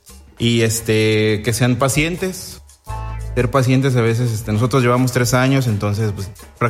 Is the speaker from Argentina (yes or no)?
no; Mexico; pues ahora sí que uno como mexicano pues nace creciendo y escuchando cumbia.